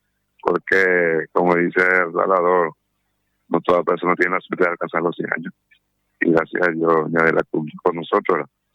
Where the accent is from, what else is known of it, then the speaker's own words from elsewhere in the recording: Cordillera, Paraguay; moved away as an adult; now in Pilar, Paraguay; Yo soy oriundo de parte de Curillera, a los yesteros, y por mi trabajo estoy acá en el ministerio, la que más años ya en Pilar que en mi ciudad natal.